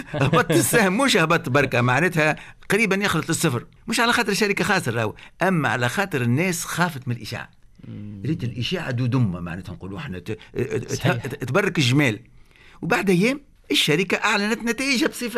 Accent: Tunisia; أعطيك مثال وقع عندنا في تونس

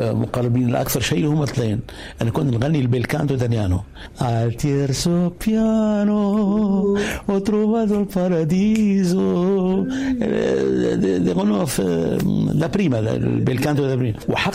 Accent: Tunisia; لا نقول لهم … انا تونسي

